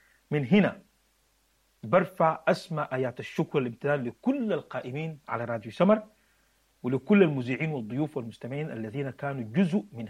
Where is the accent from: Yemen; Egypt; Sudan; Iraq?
Sudan